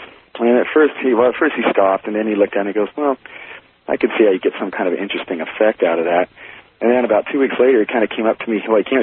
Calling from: Redmond, Washington, United States; in Redmond, Washington.

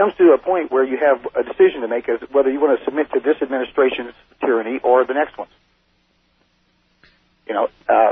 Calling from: Santee, California, United States; from Santee.

